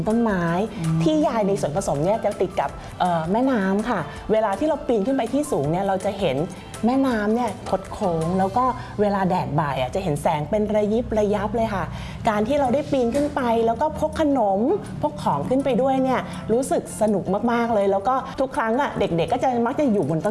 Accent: Bangkok, Thailand; เกิดและเติบโตในกรุงเทพเนาะบ้านก็เป็นบ้านตึกแถว

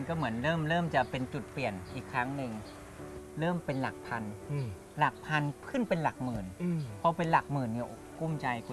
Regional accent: Lopburi, Thailand; ต้องบอกก่อนว่าทีเราเนี่ยไม่ใช่คนในพื้นที่จังหวัดสระบุรีผมเป็นคนลพบุรี

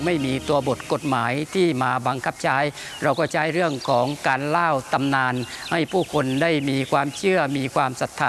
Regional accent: Phatthalung, Thailand; ภาคภูมิใจที่เราเกิดมาเป็นชาวจังหวัดพัทลุงนะครับ

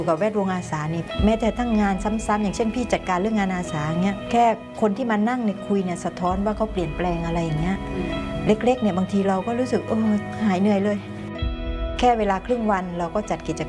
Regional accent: Thailand; เป็นคนต่างจังหวัดเนาะโตในบ้านนอกค่ะ

